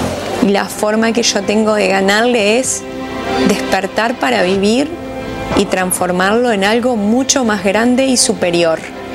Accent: Uruguay; uruguaya.

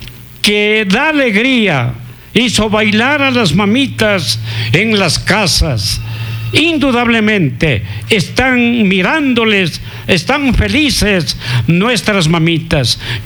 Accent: Píllaro, Tungurahua, Ecuador; moved away; mi tierra, para los pillareños, mis paisanos, Píllaro viejo, donde este ciudadano nació, creció un poco y me fui, pero regresé, pero nunca me olvido de mi tierra, Píllaro viejo.

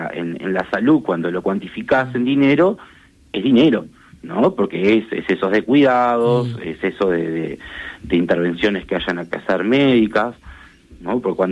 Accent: Río Branco, Cerro Largo, Uruguay; moved away as an adult; now in Montevideo, Uruguay; Yo soy de Río Branco y, por ende, la gente que vivimos por aquellos lados, o vivía, porque ahora estoy en Montevideo hace 10 años

